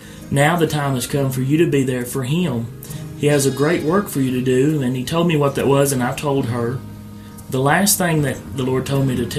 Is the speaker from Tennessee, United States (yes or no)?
yes; Chattanooga, Tennessee, United States; I'm a preacher from Chattanooga.